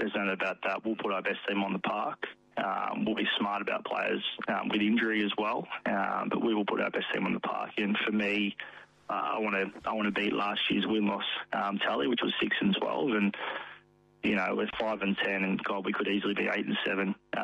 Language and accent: English; Melbourne, Victoria, Australia; Well, I mean, look, you know, Phil and Andrew are aware I'm from Melbourne